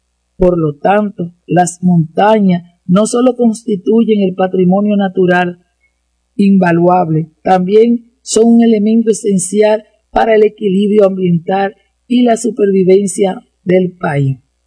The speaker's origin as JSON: {"language": "Spanish", "country": "Dominican Republic", "said": "también como dominicanos celebramos el 31 de mayo, el Día de las Madres."}